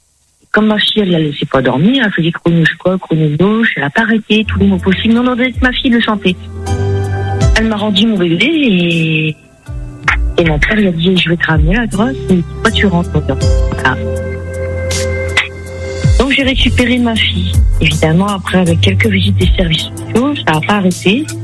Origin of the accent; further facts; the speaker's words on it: France; Pourtant, je suis française, hein.